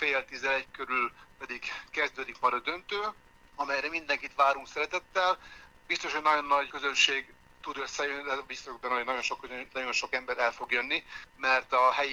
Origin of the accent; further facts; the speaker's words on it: Hungary; magyarok vagyunk